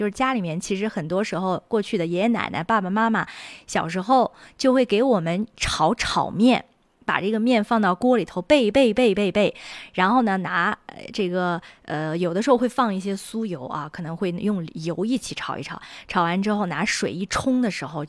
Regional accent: Xinjiang, China

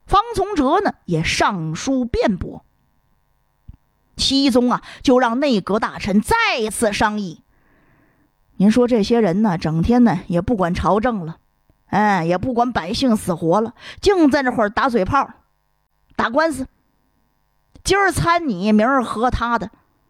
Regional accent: northern China, China; 咱们北方来讲，尤其是北京东北这一带，哎，我们呢方言土语里不称客

